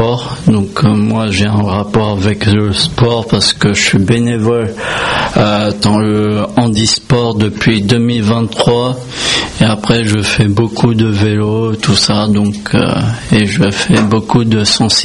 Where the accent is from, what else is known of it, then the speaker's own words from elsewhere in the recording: Normandy, France; moved away as an adult; now in Val-d'Oise, France; Alors, je suis né dans le Val d'Oise, mais j'ai grandi de ma naissance jusqu'à mes 18 ans en Normandie. Et après, j'ai changé, je suis parti en 78